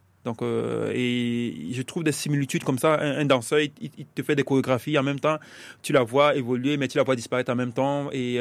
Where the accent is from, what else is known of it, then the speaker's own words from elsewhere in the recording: Cameroon; moved away; je viens du Cameroun, au Cameroun, je vivais déjà comme un exilé.